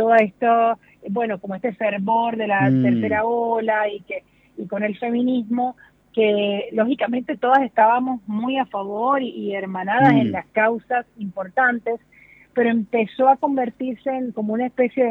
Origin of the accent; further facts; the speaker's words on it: Caribbean Region, Colombia; mujeres que o trabajaron en mi casa de chica, que en Colombia eso también era bastante, o es, en el Caribe sobre todo